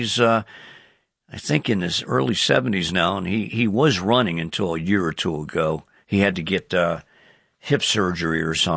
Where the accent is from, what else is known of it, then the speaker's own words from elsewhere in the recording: Canton, Ohio, United States; I live less than a mile away from the Football Hall of Fame. And born and raised in Canton, but I've spent a lot of time in Cleveland.